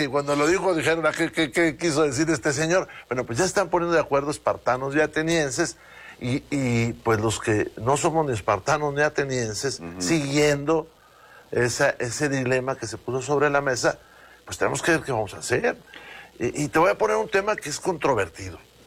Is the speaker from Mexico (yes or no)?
yes; Saltillo, Coahuila, Mexico; No, fíjate que Saltillo tiene muy buen clima, pero yo vivía en la calle de Abasolo, que en aquel entonces era, digamos, que la última calle de la ciudad con pavimento, cuando yo era niño